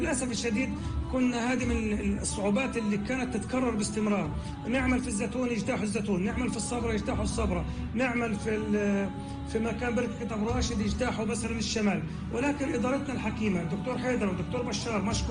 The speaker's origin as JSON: {"language": "Arabic", "town": "Gaza", "region": "Gaza Strip", "country": "Palestine", "tie": "born there", "said": "وانا انزل الشجاعيه مكان مسقط راسي"}